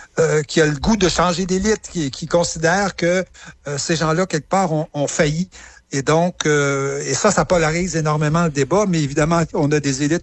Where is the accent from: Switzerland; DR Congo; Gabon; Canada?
Canada; Quebec; moved away as an adult; now in Paris, France